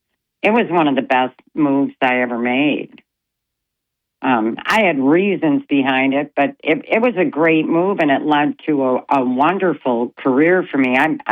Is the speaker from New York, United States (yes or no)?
yes; Rochester, New York, United States; moved away as an adult; I grew up in Rochester, New York. And then I went in the military right after high school.